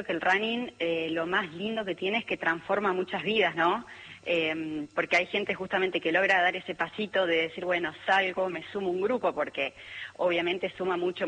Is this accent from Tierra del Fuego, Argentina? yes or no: yes; Ushuaia, Tierra del Fuego, Argentina; Después hice esquí alpino porque nací, viví muchos años en Ushuaia.